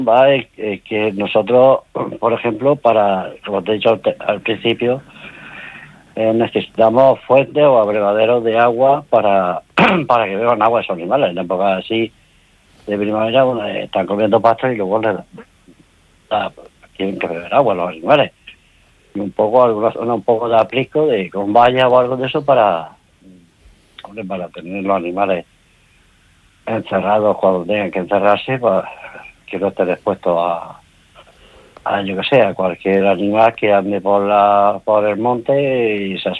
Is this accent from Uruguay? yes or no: no; Andalusia, Spain; moved away; Yo provengo de la zona de Andalucía.